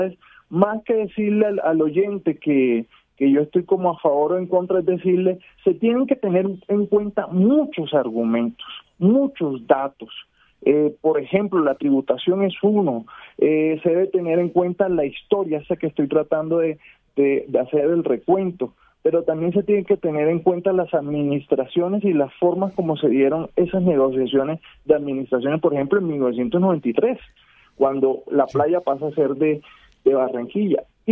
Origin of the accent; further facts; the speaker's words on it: Buenos Aires, Argentina; no, yo soy porteño y lo puedo decir acá abiertamente, todos lo sabemos.